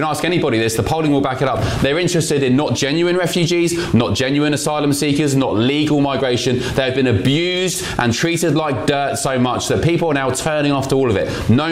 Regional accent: United Kingdom; We are British. We have our own misfits and losers and degenerates.

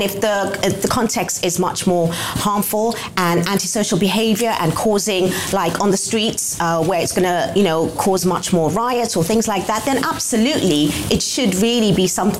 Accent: United Kingdom; I am still British and I'm still proud.

